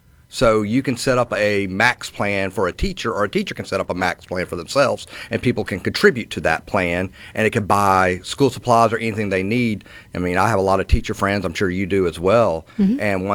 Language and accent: English; Mississippi, United States; the number one thing that everybody said when I said I was from Mississippi was, I can't believe y'all's education has popped up as well as it has